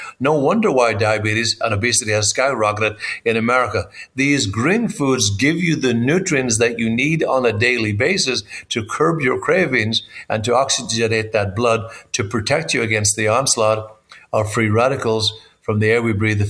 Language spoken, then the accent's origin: English; Ireland; now in Agoura, United States; As a farm boy growing up in Ireland